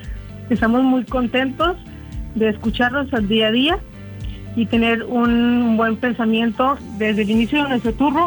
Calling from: Monterrey, Nuevo León, Mexico; Un saludo desde Monterrey, Nuevo León.

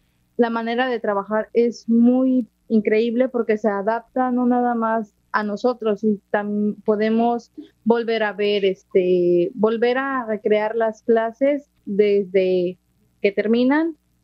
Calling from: Coxquihui, Veracruz, Mexico; desde la Sierra de Totonacapan, desde el bello municipio de Coxquiwi, con mucho calor

